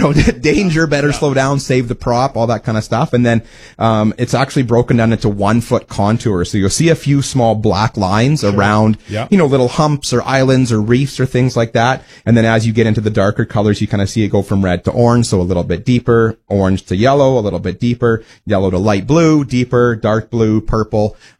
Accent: Wawota, Saskatchewan, Canada; growing up in Wawota, Saskatchewan. So I grew up in the southeast

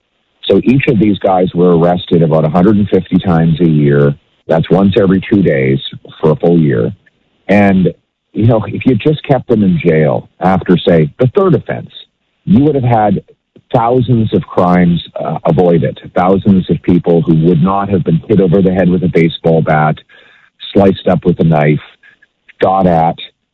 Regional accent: Calgary, Alberta, Canada; Well, as a Westerner, I know it because I grew up in Calgary.

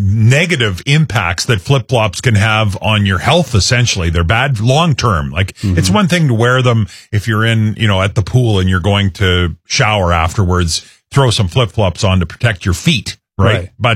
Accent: Abernethy, Saskatchewan, Canada; now in Regina, Canada; I grew up in Abernethy.

